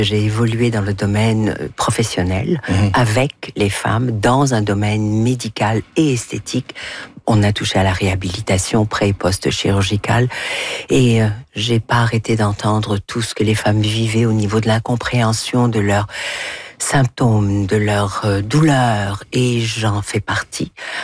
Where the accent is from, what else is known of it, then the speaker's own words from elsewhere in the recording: Oran, Oran Province, Algeria; J'ai grandi